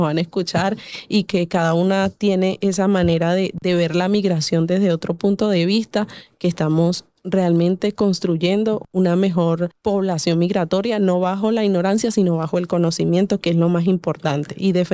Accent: Venezuela; now in Colombia; para mí Colombia es mi segundo hogar. No me siento ya ahorita en estos 9 años, si hay cosas que extraño de mi tierra

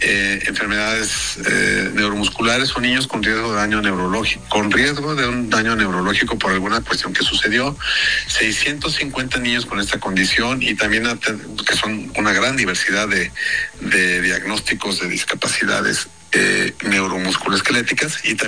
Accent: Mexico; nos une como mexicanos

